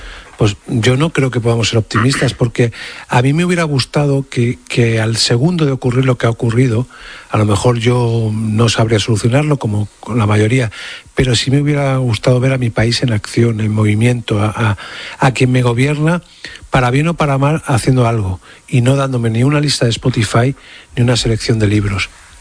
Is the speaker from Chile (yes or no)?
no; Spain; Pues es desolador, o sea, como español es desolador